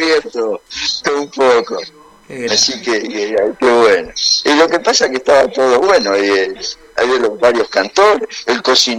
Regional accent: Rosario, Santa Fe, Argentina; ¿Vos sos de Rosario? Sí

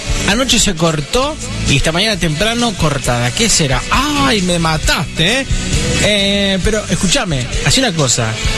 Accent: Puerto Madryn, Chubut, Argentina; de Puerto Madryn, recién llego de gimnasia.

